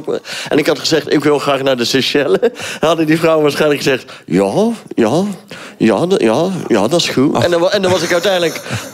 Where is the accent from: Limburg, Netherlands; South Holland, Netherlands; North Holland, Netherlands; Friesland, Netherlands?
Friesland, Netherlands; Ik ben opgegroeid in Friesland.